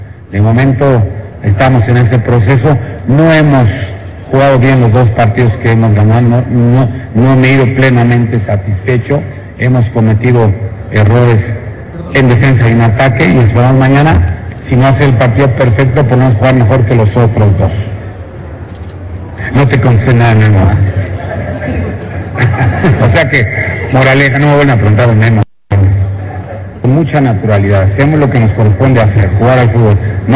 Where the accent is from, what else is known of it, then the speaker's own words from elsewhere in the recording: Mexico; Somos mexicanos, orgullosamente mexicanos, y nos dedicamos a jugar fútbol